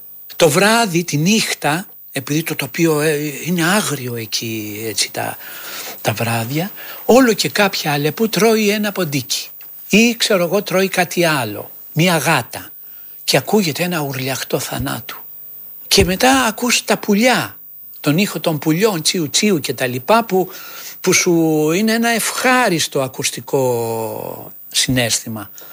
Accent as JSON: {"language": "Greek", "town": "Kallithea", "region": "Attica", "country": "Greece", "tie": "born there", "said": "Εγώ γεννήθηκα εδώ, στην Καλλιθέα."}